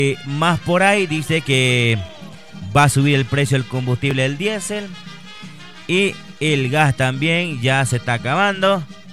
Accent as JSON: {"language": "Spanish", "town": "El Trigal", "region": "Santa Cruz", "country": "Bolivia", "tie": "born there", "moved": "yes", "said": "Trigal se llama mi pueblo querido."}